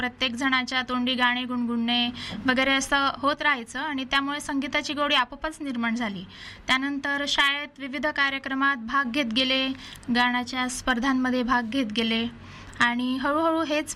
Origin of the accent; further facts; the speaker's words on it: Jalgaon, Maharashtra, India; now in Amravati, India; माझं बालपण जळगावलाच होते मी जेव्हा लहान होते.